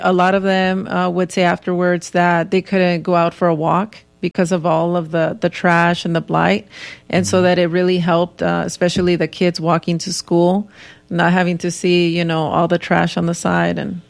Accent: Rialto, California, United States; born there; also born or lived in East Los Angeles; I did finish my elementary school in Rialto.

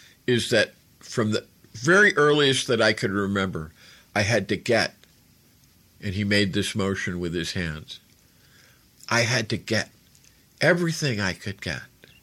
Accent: United States; I'm an American. I'm pro-America because I believe in the principles.

